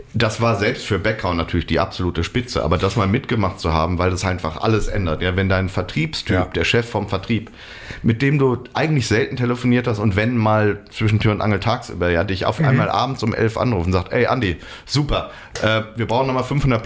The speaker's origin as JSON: {"language": "German", "town": "Bochum", "region": "North Rhine-Westphalia", "country": "Germany", "tie": "born or raised there", "also_born_or_lived": "Düsseldorf", "said": "Genau, ich bin in Düsseldorf geboren, dann aber im Ruhrgebiet groß geworden und dann, in Bochum."}